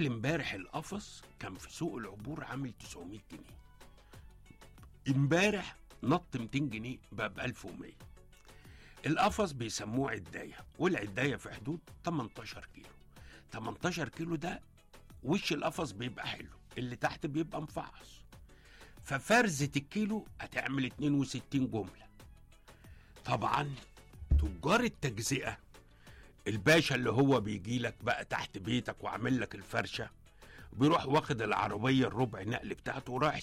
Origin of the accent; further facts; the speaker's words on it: Egypt; احنا دي عادتنا كمصريين